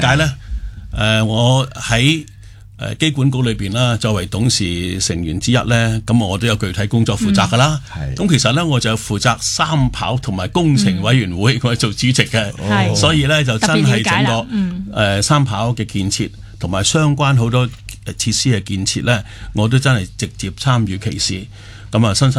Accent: Hong Kong; 我哋香港人

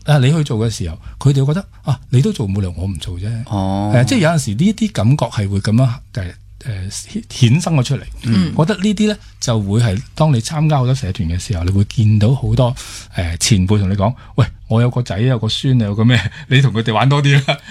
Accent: Hong Kong; 有时我哋香港人自己讲嘢都有懒音啦

